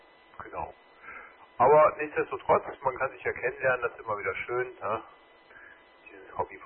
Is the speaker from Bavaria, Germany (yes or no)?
no; North Rhine-Westphalia, Germany; born there; Ich komme nicht aus Witten. Ich habe eigentlich immer hier, immer hier gewohnt